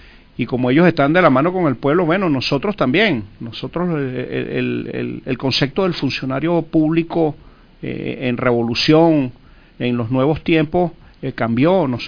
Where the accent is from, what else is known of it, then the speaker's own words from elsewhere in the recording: Venezuela; Nosotros los venezolanos somos abiertos, somos hospitalarios